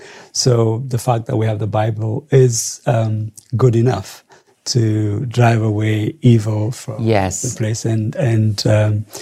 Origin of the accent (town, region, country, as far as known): Addis Ababa, Ethiopia; born or raised there; also born or lived in Jimma; now in United Kingdom